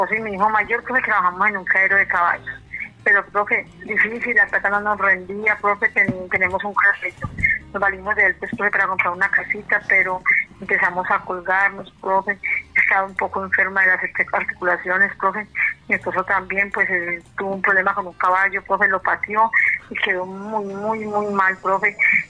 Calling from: San Roque, Antioquia, Colombia; profesor Eduardo, me estoy llamando desde San Roque, Antioquia

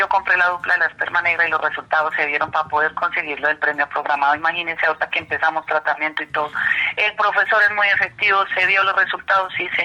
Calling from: Coscuez, Boyacá, Colombia; Su merced de Coscuez, Boyacá.

